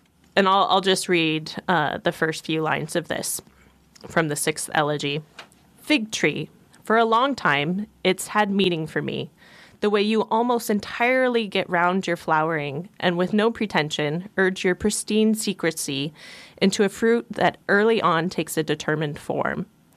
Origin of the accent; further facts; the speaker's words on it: Palmer, United States; I was born and raised in Palmer. The idea of fruit trees is very exciting.